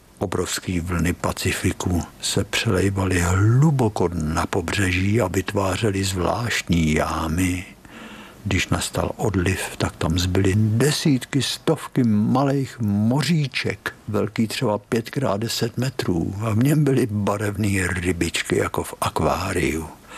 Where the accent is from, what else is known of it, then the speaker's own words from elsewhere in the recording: Pavlíkov, Central Bohemian Region, Czechia; now in Australia; Když se Ota, ze kterým jsem prožil dětství v Pavlíkově, s námi na letišti v Brisbane loučil